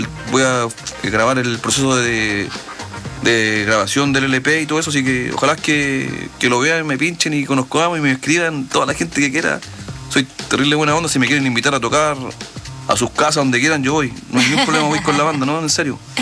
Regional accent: Santiago, Santiago Metropolitan Region, Chile; moved away as an adult; now in Valdivia, Chile; Yo soy santiaguino

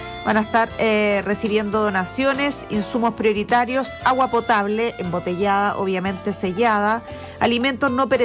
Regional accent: Chile; Nosotros como chilenos sabemos lo que es un sismo de estas magnitudes

